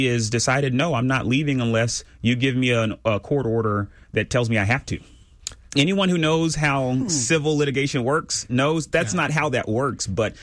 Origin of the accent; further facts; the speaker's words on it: Texas, United States; I grew up in Fort Bend. It raised me. It's where I met my wife when I was 12 years old, growing up in Fort Bend County.